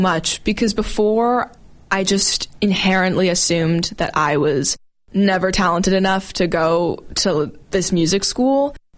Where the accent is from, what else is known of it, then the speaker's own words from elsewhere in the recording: Wellesley, Massachusetts, United States; I grew up in Wellesley, Massachusetts.